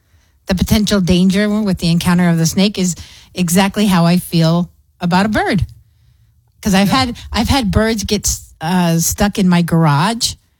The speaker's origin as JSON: {"language": "English", "town": "Clint", "region": "Texas", "country": "United States", "tie": "born or raised there", "said": "growing up in Clint"}